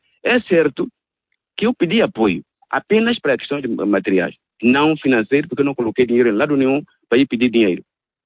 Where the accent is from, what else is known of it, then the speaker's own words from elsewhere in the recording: São Tomé & Príncipe; Fomos todos portugueses. Até bem pouco tempo éramos todos portugueses, que se adequava naturais de São Tomé.